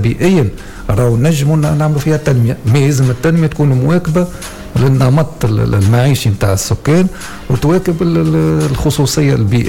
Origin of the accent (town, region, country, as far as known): Tunisia